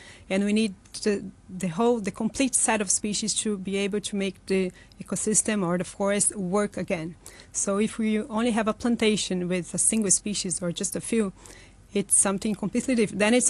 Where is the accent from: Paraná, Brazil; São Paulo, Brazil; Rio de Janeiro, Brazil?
Paraná, Brazil; Curitiba; English is a second language; now in Hong Kong; Well, I come from a city in Brazil called Curitiba in the south. So where I am from Brazil, it's a subtropical forest.